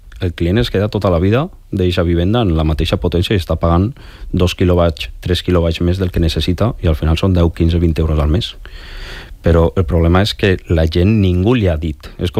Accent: L'Olleria, Valencian Community, Spain; Nosaltres al final venim d'un poble. I venim de l'Olleria.

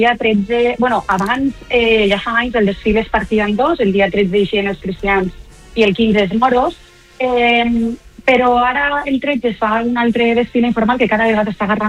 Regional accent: El Verger, Valencian Community, Spain

